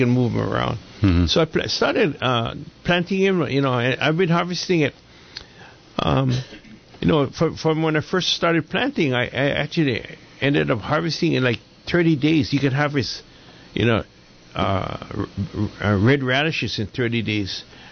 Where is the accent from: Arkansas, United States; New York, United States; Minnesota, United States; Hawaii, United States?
Hawaii, United States; So there's all these techniques that I learned as a native Hawaiian growing up in Hawaii.